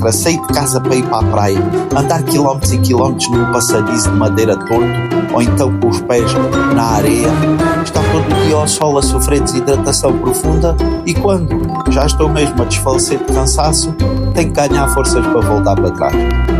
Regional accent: Alentejo, Portugal; E deixamos tudo limpinho, somos alentejanos, todos os dias a casa fica limpinha.

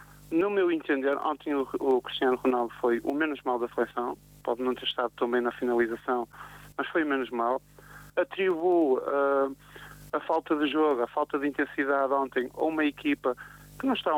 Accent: Portugal

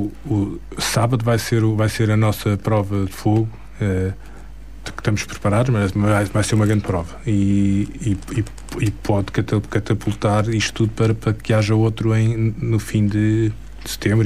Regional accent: Mafra, Lisbon, Portugal; Eu sou de Mafra, nascido e criado.

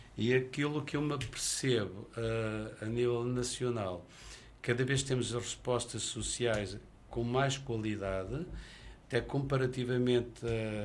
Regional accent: Centro, Portugal; E eu, como beirão que sou, acredito e acredito muito na Cova da Beira.

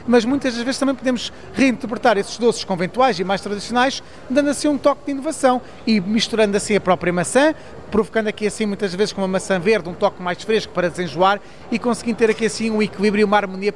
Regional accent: Portugal; eu adoro carne, mas um bom peixe, enquanto português, também nos está muito ligado à nossa identidade.

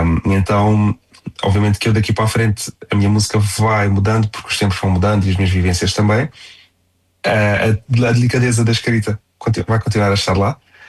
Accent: Faro, Algarve, Portugal; passei a minha infância no Algarve. É Faro.

